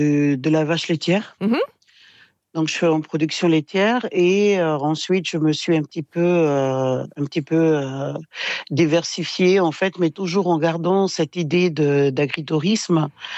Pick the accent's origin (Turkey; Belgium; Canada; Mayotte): Mayotte; du riz padi, on appelle ça chez nous à Mayotte. C'est une tradition que nous avons depuis très très longtemps